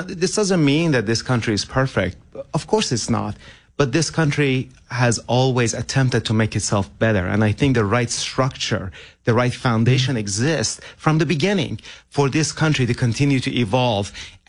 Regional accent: Iran; born or raised there; English is a second language

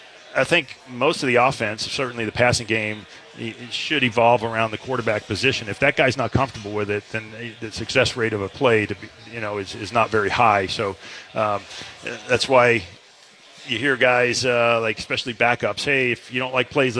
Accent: Long Island, New York, United States; I grew up on Long Island

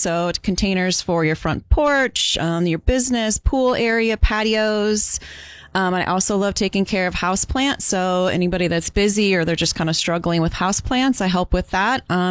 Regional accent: Minnesota, United States; moved away as an adult; now in Hudson Valley, United States; Yes, I was born and raised in Minnesota, lived in the Midwest my entire life until about 4 years ago.

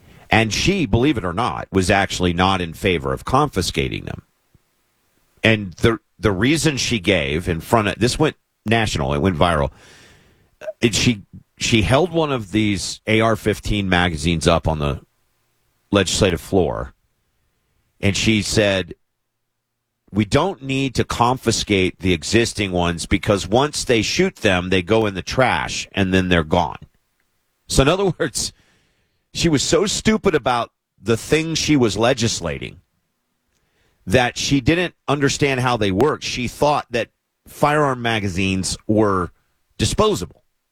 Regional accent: Kentucky, United States; born there; Senator Mitch McConnell of my home state of Kentucky

